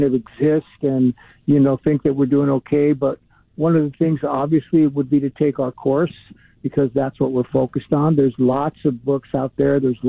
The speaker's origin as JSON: {"language": "English", "town": "Los Angeles", "region": "California", "country": "United States", "tie": "born or raised there", "said": "And I grew up in Northeast L.A., which is, there's known for violence and gangs and drugs and things like that."}